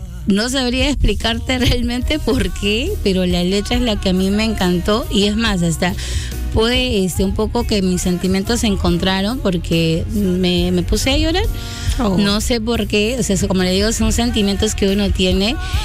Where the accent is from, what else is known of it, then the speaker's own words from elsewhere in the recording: Jaén, Cajamarca, Peru; Vengo de la ciudad de Jaén, ¿no? Vengo de Jaén, de Cajamarca. Son 21 horas que he venido